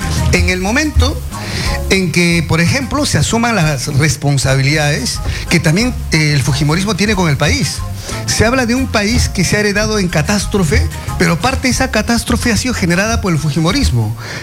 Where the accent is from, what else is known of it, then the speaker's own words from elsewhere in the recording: Cusco, Peru; Yo vengo de la región del Cusco